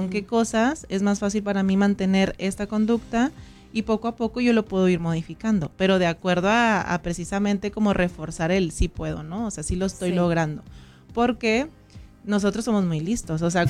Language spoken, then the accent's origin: Spanish; Camargo, Mexico; moved away; soy originaria de Camargo, entonces, okay, vengo de allá, vengo de carretera.